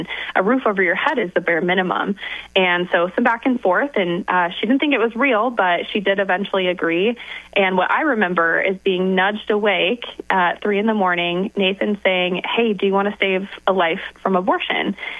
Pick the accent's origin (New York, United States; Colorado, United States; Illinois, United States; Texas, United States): Colorado, United States; So originally, I'm from Colorado, and my husband is from Indiana. So, yeah, Colorado girl fell in love with an Indiana guy